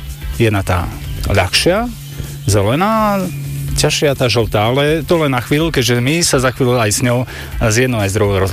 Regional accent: Utekáč, Banská Bystrica Region, Slovakia; Som z Utekáča

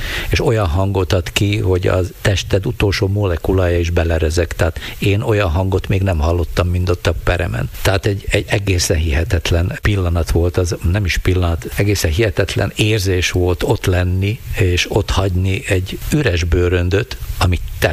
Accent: Kéménd, Baranya, Hungary; sok minden köt Kéménthez, nyilván fog is, mert hát ott nőttem föl.

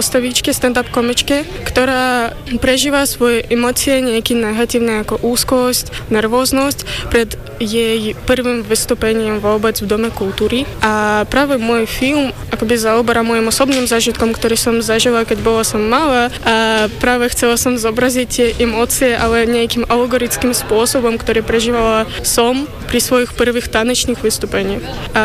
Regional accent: Kryvyi Rih, Dnipropetrovsk Oblast, Ukraine; now in Slovakia; Pochádzam z banského mesta Krivý Roh na Ukrajine.

